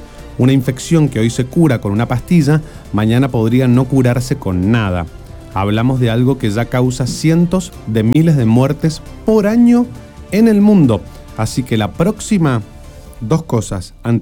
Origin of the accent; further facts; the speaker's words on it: Mendoza, Argentina; como decimos en Mendoza